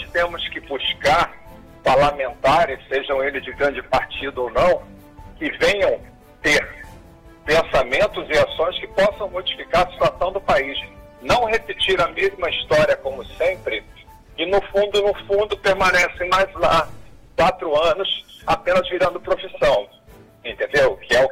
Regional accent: Brazil; eu sou brasileiro

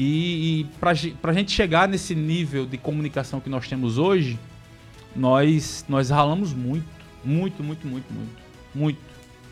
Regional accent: Santa Rita, Paraíba, Brazil; somos aqui de Santa Rita

